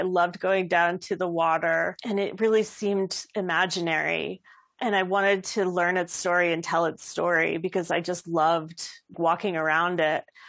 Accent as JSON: {"language": "English", "region": "New Jersey", "country": "United States", "tie": "born or raised there", "also_born_or_lived": "Maryland", "moved": "as an adult", "lives_now": "Seattle, United States", "said": "I think I had never lived outside the Mid-Atlantic. Born and raised in New Jersey, was living in Maryland."}